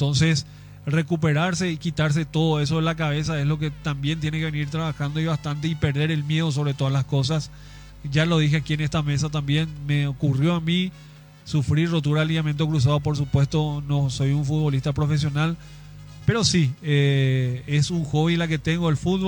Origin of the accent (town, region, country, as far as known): Paraguay